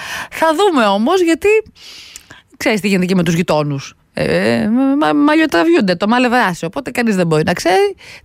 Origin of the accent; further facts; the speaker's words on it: Pyrgos, Western Greece, Greece; Αυτά είναι πατσακονιές που λένε στο χωριό μου την Πελοπόννησο. Λοιπόν, πολύ το αναφέρω το χωριό μου.